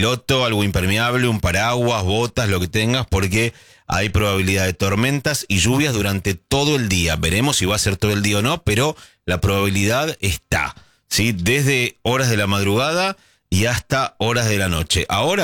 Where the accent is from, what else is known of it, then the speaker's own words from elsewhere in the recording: Flores, Buenos Aires, Argentina; Soy de Flores, tengo amigas que viven por toda la ciudad de Buenos Aires